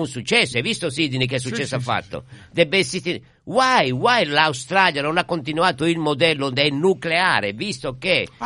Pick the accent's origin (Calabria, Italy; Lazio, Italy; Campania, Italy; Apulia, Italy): Calabria, Italy; voi siete campani e io sono calabrese, però siamo tutti italiani.